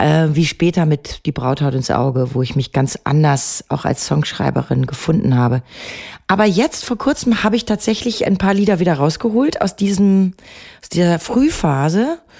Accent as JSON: {"language": "German", "town": "Bad Salzuflen", "region": "North Rhine-Westphalia", "country": "Germany", "said": "nur mit Hilfe von so ein paar anderen Musikern aus Ostwestfalen, aus Bad Salzuflen, wo ich herkomme"}